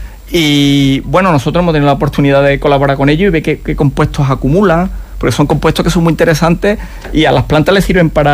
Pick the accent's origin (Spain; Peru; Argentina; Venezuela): Spain; Huelva, Andalusia; moved away